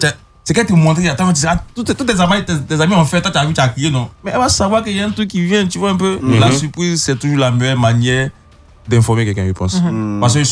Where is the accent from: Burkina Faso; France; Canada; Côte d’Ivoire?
Côte d’Ivoire; ma petite touche ivoirienne qui montre que je viens de Côte d'Ivoire